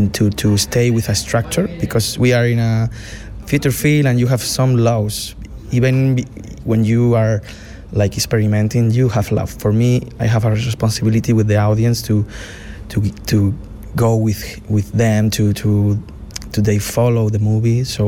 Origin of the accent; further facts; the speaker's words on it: Murcia, Region of Murcia, Spain; English is a second language; we are from Murcia, from the south of Spain.